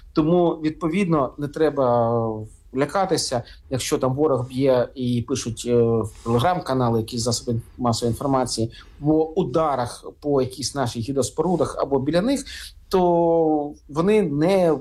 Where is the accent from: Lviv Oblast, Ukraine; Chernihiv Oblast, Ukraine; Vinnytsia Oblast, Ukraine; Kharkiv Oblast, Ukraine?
Kharkiv Oblast, Ukraine; це або моя рідна Харківщина, або Чернігівщина, Сумщина, або наш рідний Київ, Київська область.